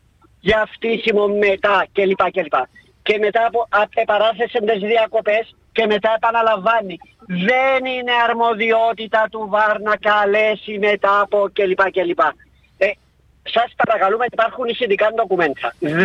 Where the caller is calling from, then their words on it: Lakatamia, Nicosia District, Cyprus; από την Λακατάμια